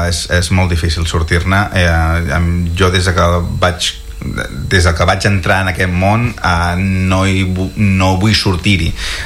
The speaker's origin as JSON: {"language": "Catalan", "town": "L'Escala", "region": "Catalonia", "country": "Spain", "moved": "yes", "lives_now": "Sant Julià de Ramis, Spain", "said": "Jo sóc de l'Escala, sóc de poble, ja a l'estiu quan ve molta gent m'estressa molt. Ara fa molts anys que estic visquent a Sant Julià de Ramis, que és un poble molt tranquil, molt tranquil, encara que estigui al costat de Girona."}